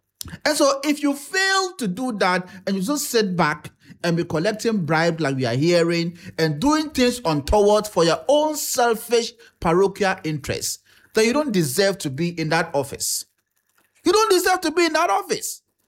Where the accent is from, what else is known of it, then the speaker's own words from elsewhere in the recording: Sampa, Bono, Ghana; my hometown, Sampa Road